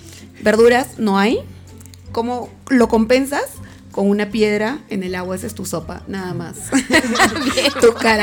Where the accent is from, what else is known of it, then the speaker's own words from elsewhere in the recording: Peru; moved away as an adult; also born or lived in El Alto, Bolivia; porque soy peruana.